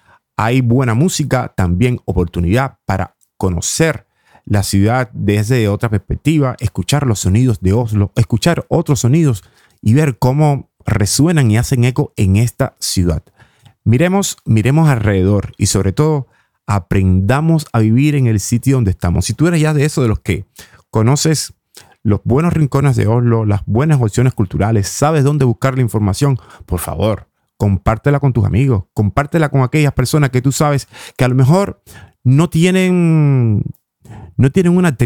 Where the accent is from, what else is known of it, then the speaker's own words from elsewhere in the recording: Cuba; yo también soy de Cuba